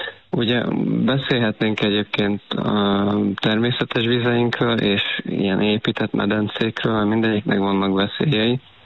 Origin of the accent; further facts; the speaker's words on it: Hungary; moved away; Én a Balatonnál nőttem fel. Nagyjából egy 30 évet éltem ott a közelében. De visszajárunk minden évben.